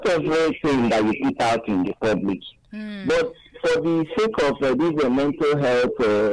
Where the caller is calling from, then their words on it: Madagascar; I'm calling you from Madagascar.